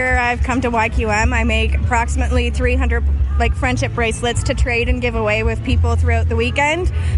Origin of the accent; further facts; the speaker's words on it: Meteghan, Nova Scotia, Canada; now in Digby, Canada; I'm from a small town on the French Shore in Nova Scotia. I was raised in Matagan. I live in Digby now